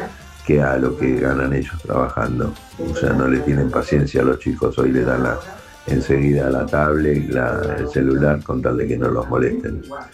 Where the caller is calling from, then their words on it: Ramos Mejía, Buenos Aires Province, Argentina; de Ramos Mejía.